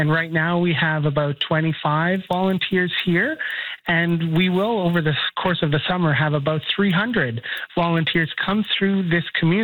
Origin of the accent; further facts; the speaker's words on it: Winnipeg, Manitoba, Canada; I'm from Winnipeg. That's where I live.